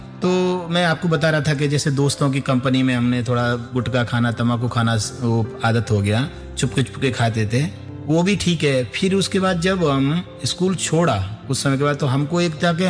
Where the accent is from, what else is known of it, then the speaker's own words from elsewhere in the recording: Dholpur district, Rajasthan, India; ये हमारा गांव पड़ता है धौलपुर डिस्ट्रिक्ट में, मनिया के पास एक चैना का पूरा गांव है।